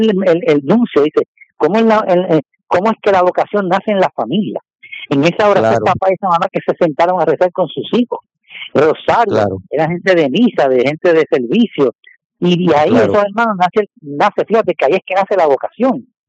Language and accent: Spanish; San Juan, Puerto Rico; y yo soy de San Juan, y venía con un hermano mío